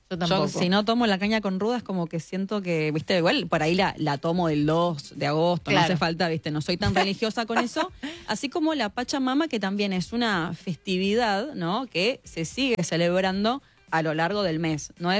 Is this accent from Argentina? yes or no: yes; Formosa, Argentina; Yo soy de Formosa y vengo de la zona donde se toma